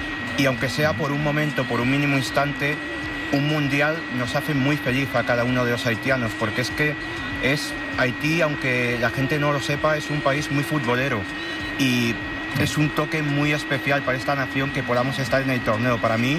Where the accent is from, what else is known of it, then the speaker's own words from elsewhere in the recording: Spain; yo me siento también español porque es donde me he criado, me parece el mejor país del mundo, o sea, un país donde tengo a todos mis amigos, a mi familia